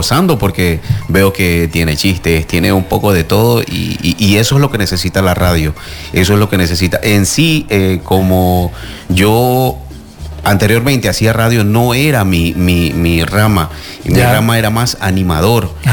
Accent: Guayaquil, Guayas, Ecuador; now in Spain; Yo soy de Ecuador, de Guayaquil.

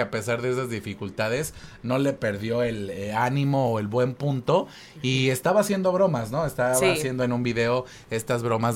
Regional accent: Mexico; De por sí dicen que así somos los mexicanos, ¿no?

